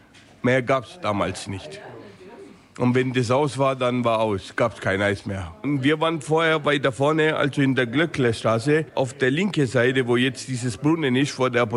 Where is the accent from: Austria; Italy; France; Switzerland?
Italy; also born or lived in Germany; Ich bin weit weg von meinen Eltern aufgewachsen. Wo ich geboren bin, wo ich erst ein paar Monate alt war, haben sie mich nach Italien geschickt bei Oma und Oma.